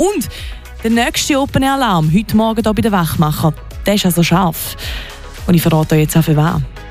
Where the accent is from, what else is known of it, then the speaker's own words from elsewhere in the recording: St. Gallen, Switzerland; Genau, Jazztag Liechtensteig, da ist ganz in der Nähe, wo ich herkomme, das kleine, herzige Städtchen Liechtensteig.